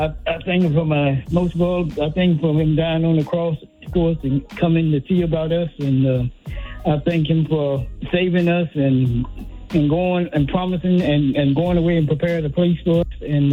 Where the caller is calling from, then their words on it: Clinton, Maryland, United States; I'm calling from Clinton, Maryland.